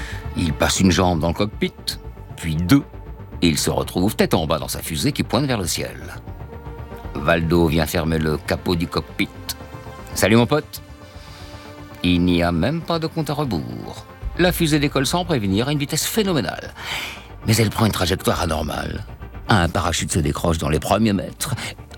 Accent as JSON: {"language": "French", "country": "France", "said": "chez nous, en France"}